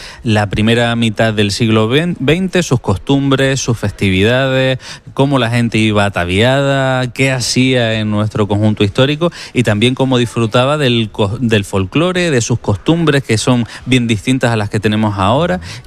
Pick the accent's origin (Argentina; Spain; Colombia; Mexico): Spain; Canary Islands; lo que nos identifica también como canarios.